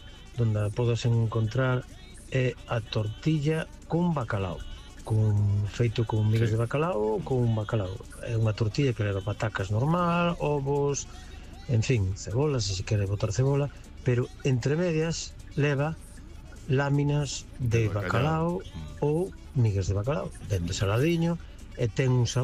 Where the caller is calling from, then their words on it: Narón, Galicia, Spain; Hola, bos días. … de Narón.